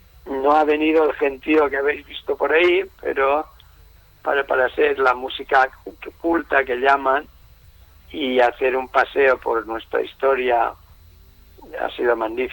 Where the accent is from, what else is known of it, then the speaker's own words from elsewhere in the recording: Balearic Islands, Spain; now in Soria, Spain; yo soy mallorquina.